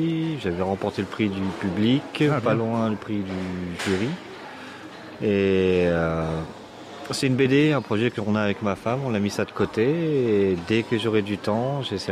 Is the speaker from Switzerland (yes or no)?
no; Toulouse, Occitanie, France